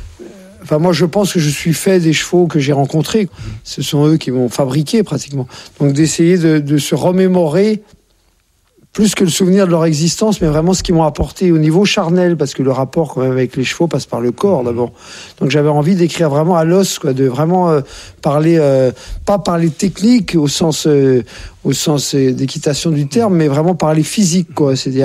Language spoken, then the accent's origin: French; Courbevoie, Île-de-France, France; born there